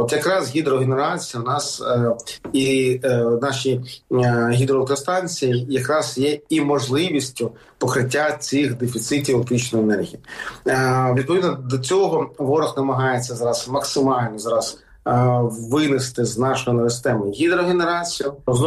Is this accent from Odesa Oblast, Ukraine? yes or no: no; Kharkiv Oblast, Ukraine; Якщо говорити про розподіл, це звичайно, це моя рідна Харківщина.